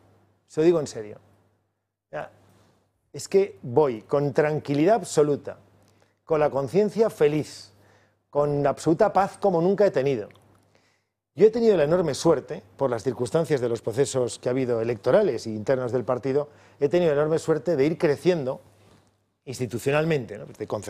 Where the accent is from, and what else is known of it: Valencian Community, Spain